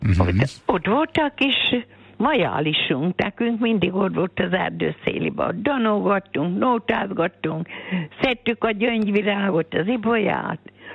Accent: Csabrendek, Veszprém County, Hungary; now in Hegymagas, Hungary; Igen, ez a szülőföldem volt. Hmm. Itt meg ide kerültem. Hegymagasra, ez egy kis pici falu, Szent György hegy tövébe.

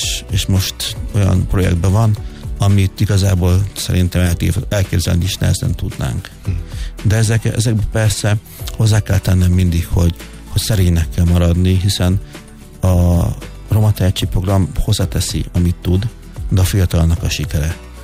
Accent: Bács-Kiskun, Hungary; also born or lived in Nagykőrös; Én egy Bácskiskun megyei kis településen születtem, egy cigánytelepen, nullát cigány származású vagyok, és az én hátterem azt mondhatom, hogy akkor egy nullát cigány családhoz képest átlagos volt.

